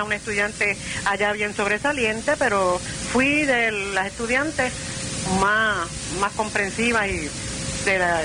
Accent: San Germán, Puerto Rico; nací en la calle Segundo Ruiz Belvis de San Germán y me crié en el barrio Pueblo Nuevo de San Germán.

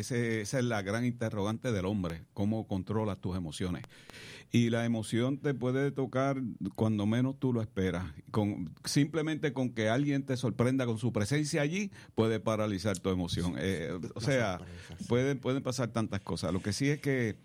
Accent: Puerto Rico; yo soy de La Pachanga, Puerto Rico.

